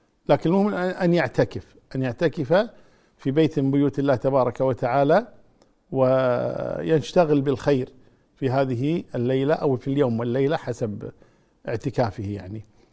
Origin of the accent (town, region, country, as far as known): Kuwait